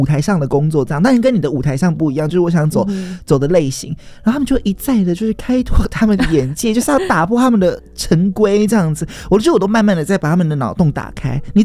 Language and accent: Chinese; Kaohsiung, Taiwan; 尤其我们高雄人嘛，就南部地区就比较更保守一点，传统一点点。